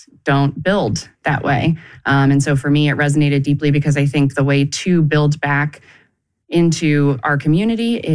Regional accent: Florida, United States; So I grew up in Florida and in an environment where my parents weren't joiners.

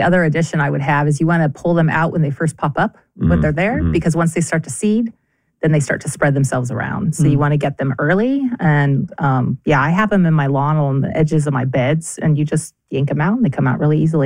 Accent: California, United States; moved away; I'm from California

